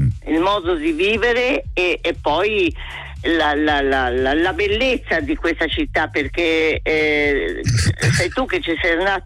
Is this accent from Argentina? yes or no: yes; Buenos Aires, Argentina; moved away as an adult; also born or lived in Florence, Italy; now in Italy; io sono cresciuta a Buenos Aires dagli 2 anni ai 18, quindi nata a Firenze naturalmente, però portata là subito dopo